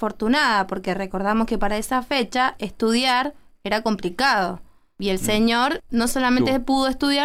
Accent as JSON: {"language": "Spanish", "region": "Mendoza", "country": "Argentina"}